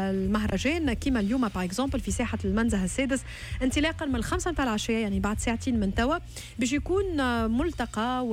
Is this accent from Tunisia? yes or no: yes; Tunisia